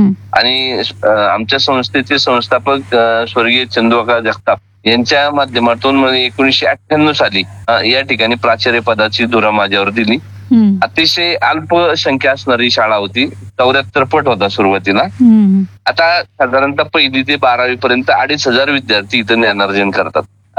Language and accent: Marathi; Vinjar Nasrapur, Maharashtra, India; माझं गाव मूळचं विंजर नसरापूर या भागात आहे, पुणे जिल्ह्यातच। अतिशय डोंगरी भागामध्ये ते गाव होतं, मी 10वीपर्यंत शिक्षण तिथंच घेतलं।